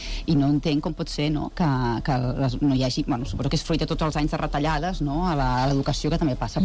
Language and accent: Catalan; Lloret de Mar, Catalonia, Spain; Jo soc de Lloret de Mar i em va tocar anar fins a Girona.